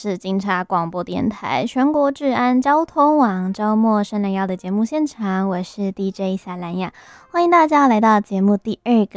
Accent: Taichung, Taiwan; now in Taipei, Taiwan; 我是台中人，但是还待在，就是因为这个工作关系呢，还待在台北

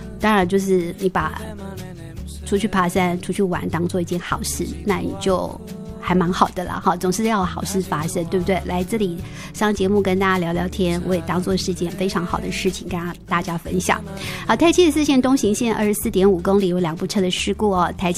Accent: Taiwan; 他们都知道我们是来自国外，所以就问我们来哪里，我就说台湾

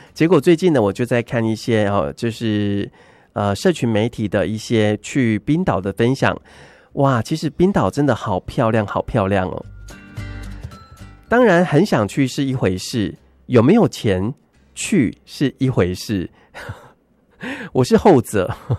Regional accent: Kaohsiung, Taiwan; 因为我本身是高雄人

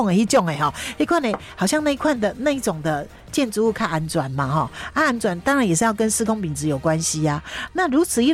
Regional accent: Hualien County, Taiwan; 我们花莲人住一个晚上可以折1200

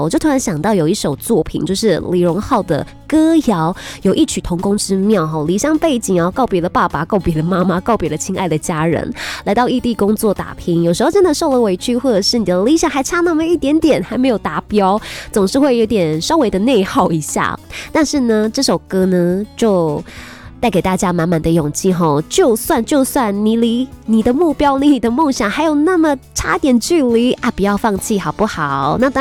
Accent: Nantou County, Taiwan; moved away; 如果我要回南投的话，哎，对，我是南投人。

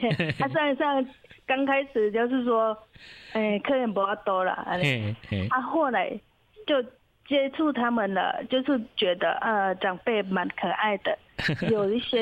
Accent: Chiang Mai, Thailand; Chinese is a second language; 比如说我们泰国清迈都会又吃那个糯米嘛

